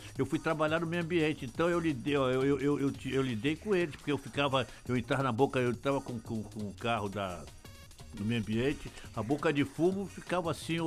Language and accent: Portuguese; Rio de Janeiro, Brazil; moved away as an adult; now in Cabo Frio, Brazil; eu fui criado com a minha tia no Leblon.